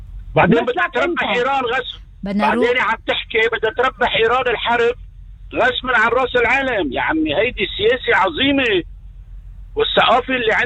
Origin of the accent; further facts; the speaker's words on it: Lebanon; أنا كلبناني شو بيهمني إذا ربحت إيران ولا ربحت أمريكا؟ أنا بيهمني بدي أطلع على بلدي لبنان شو صار بلبنان